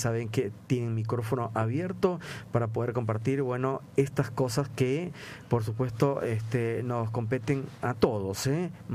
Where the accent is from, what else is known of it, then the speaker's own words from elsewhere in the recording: Peru; Vos sos peruano, yo sí, también. Y en Perú, tener un abuelo en una casa es lo mejor que nos puede pasar.